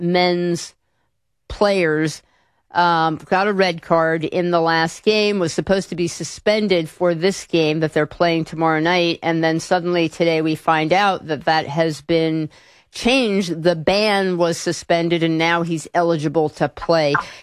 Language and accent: English; United States